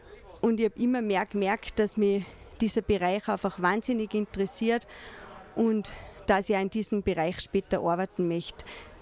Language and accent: German; Taxenbach, Salzburg, Austria; Ich komme aus Daxenbach. Ich bin Mama von zwei kleinen Kindern.